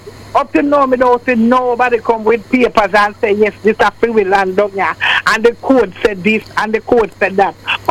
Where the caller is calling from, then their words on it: Jamaica; We as Jamaican